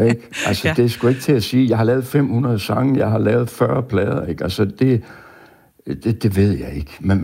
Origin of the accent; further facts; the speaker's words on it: Jutland, Denmark; Ja, men... jeg er jo jyde.